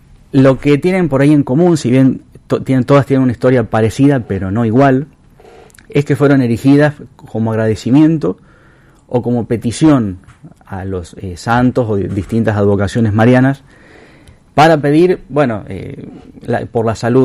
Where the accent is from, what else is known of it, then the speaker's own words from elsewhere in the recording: Freyre, Córdoba, Argentina; el libro del centenario de mi pueblo, de Freire, que tiene 40 años. Freire es un pueblo que ya tiene 140, va a cumplir en dos meses.